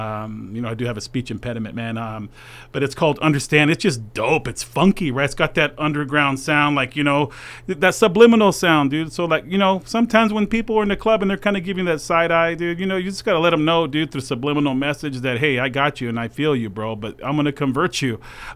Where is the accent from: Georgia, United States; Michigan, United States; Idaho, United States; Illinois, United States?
Idaho, United States; Boise; So when people say, where are you from? I'm from Boise.